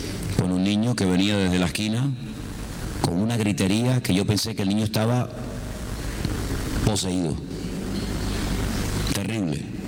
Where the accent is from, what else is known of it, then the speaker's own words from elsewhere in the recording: Venezuela; born there; Yo nací en Venezuela en los años 61.